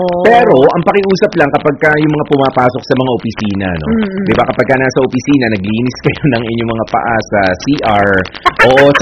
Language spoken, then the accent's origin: Tagalog; Marikina, Metro Manila, Philippines; moved away; taga Marikina ako eh. Dati, ha?